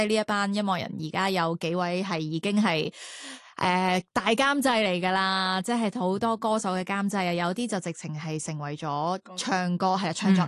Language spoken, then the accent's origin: Cantonese; Canada; now in Hong Kong; 其实我细个喺加拿大嘅时候系歌唱比赛出身啦，然之后已经喺本地嘅一啲电视台做主持。